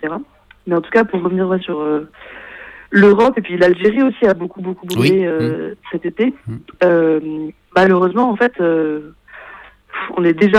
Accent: France; chez nous en France

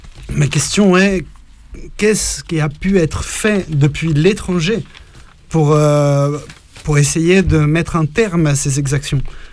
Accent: France; en tant que Français également

